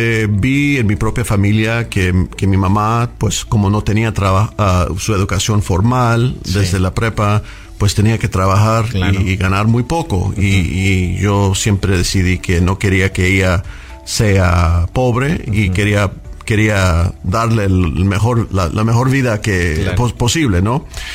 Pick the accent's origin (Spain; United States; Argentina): United States; Fresno, California; Pues, soy residente de Fresno. Crecí aquí y estudié en escuelas públicas locales. Me crió una madre soltera que trabajaba en varios empleos para sacarnos adelante.